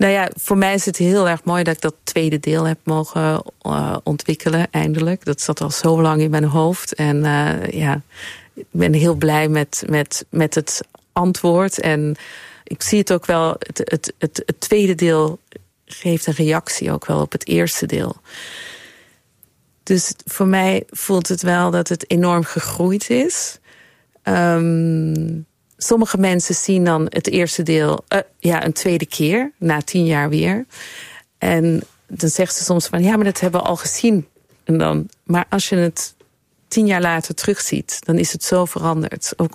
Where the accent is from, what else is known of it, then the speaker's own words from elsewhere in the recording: Linkebeek, Flanders, Belgium; also born or lived in Bakkum, Netherlands; Ik ben in Bakkum geboren. Maar daar stond geen gemeentehuis. Dus er staat Castricum in mijn paspoort. En later zijn we naar Brussel verhuisd. In het in Linkebeek. Een klein dorpje aan het zuiden van Brussel.